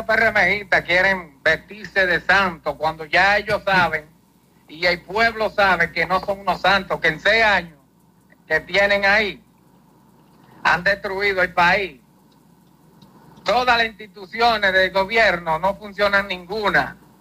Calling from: Moca, Espaillat, Dominican Republic; Un saludo a mi pueblo de Moca

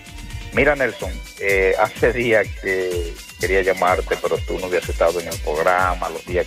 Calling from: Moca, Espaillat, Dominican Republic; Mi pueblo mocano

